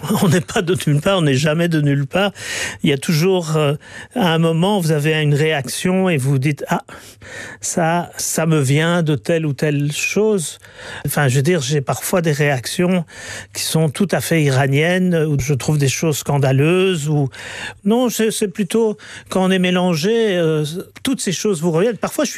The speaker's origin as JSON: {"language": "French", "country": "Iran", "moved": "yes", "lives_now": "Belgium"}